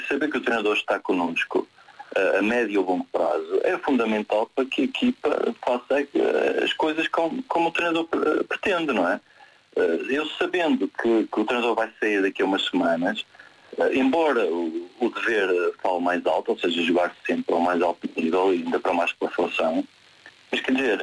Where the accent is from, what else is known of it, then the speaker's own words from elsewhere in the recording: Madeira, Portugal; born there; now in Porto, Portugal; também nasci na Madeira, embora esteja cá no Porto.